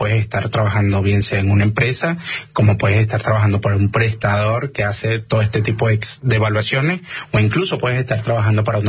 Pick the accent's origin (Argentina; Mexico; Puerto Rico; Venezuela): Venezuela; venezolana, somos como más